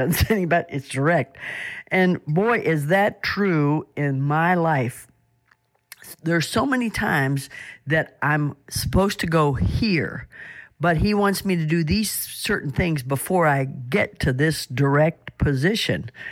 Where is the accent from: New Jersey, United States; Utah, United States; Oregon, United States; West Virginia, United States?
West Virginia, United States; I'm from West Virginia, and we use the terminology, they go roundabout the outhouse.